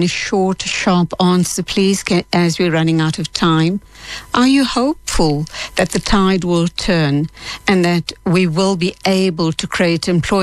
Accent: India; But as an Indian, when I look at African values, they very, very closely aligned to the values we embrace.

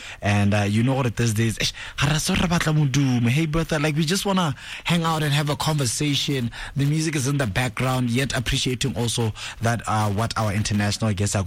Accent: South Africa; Yeah. I'm South African.

